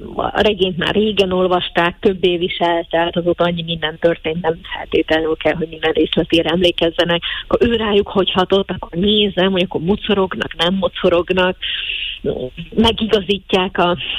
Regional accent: Šamorín, Trnava Region, Slovakia; moved away; Somorján játszani a kultúrházba, a szülővárosomban, abban a VMK-ban, ahol gyerekként is sokszor felléptem

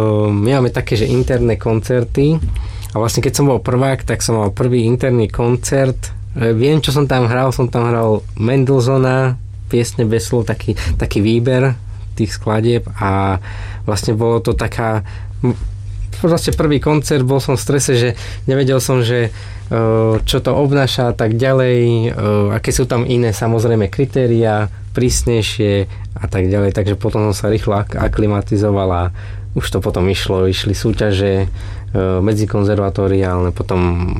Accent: Trnava, Trnava Region, Slovakia; born or raised there

